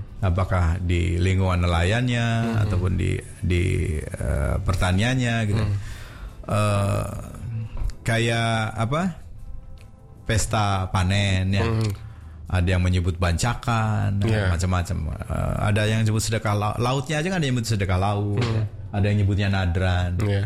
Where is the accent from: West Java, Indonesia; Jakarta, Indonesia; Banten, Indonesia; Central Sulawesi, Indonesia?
West Java, Indonesia; Cirebon; Contoh misalnya kita orang Cirebon, apakah anak-anak kita bisa berbahasa Cirebon?